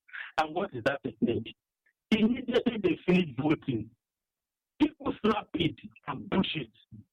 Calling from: Enugu, Enugu State, Nigeria; I come from Enugu.

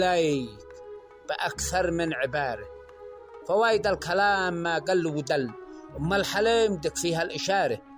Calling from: Yemen; في حقنا كيمنيين

